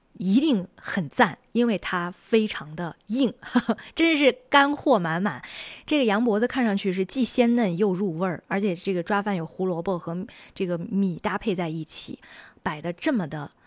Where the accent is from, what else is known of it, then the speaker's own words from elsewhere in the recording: Shaanxi, China; 我是陕西人